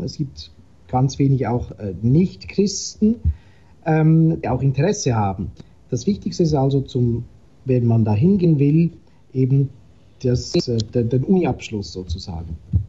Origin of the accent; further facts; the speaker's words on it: Switzerland; moved away as an adult; now in Rome, Italy; als Schweizer Stimme im Vatikan